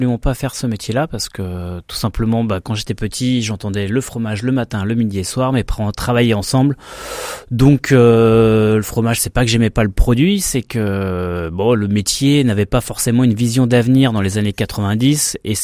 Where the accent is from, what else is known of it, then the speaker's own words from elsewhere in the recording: France; moved away as an adult; also born or lived in Japan; étant fils et petit-fils de crémier fromager, en tant que bon français